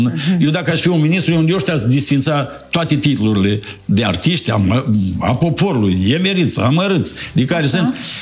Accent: Ștefan Vodă District, Moldova; Mulți, oi, sunteți din raionul Ștefan Vode și eu sunt din Ștefan Vode.

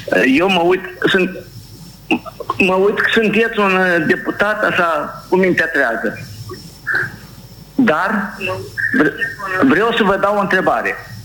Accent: Cimișlia, Cimișlia District, Moldova

